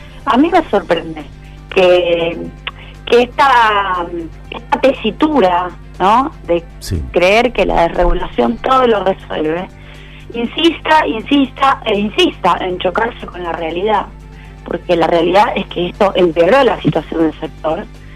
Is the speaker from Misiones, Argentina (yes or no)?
no; Rosario, Santa Fe, Argentina; pero digo porque soy rosarina, así que imagínate, sí, claro, que sé perfectamente lo que es no ser porteño y mirarlo desde afuera.